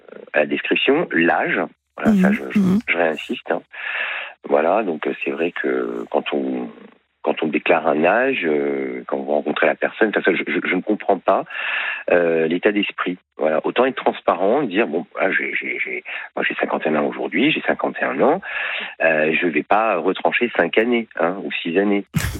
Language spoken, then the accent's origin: French; Paris, Île-de-France, France; now in Marseille, France; moi j'habite Marseille, hein, je suis parisien, installé dans le sud-est depuis 2017